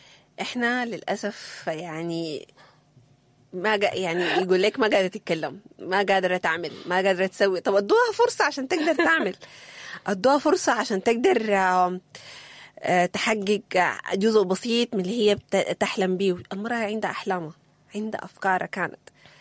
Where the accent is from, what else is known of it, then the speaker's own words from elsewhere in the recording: Sudan; احنا كسودانيين